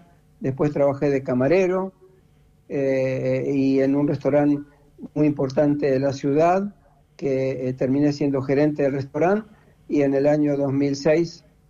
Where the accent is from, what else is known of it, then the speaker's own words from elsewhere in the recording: Argentina; now in Norway; hace 38 años que vivo en Noruega y hace 33 que soy noruego, y pude mantener el pasaporte argentino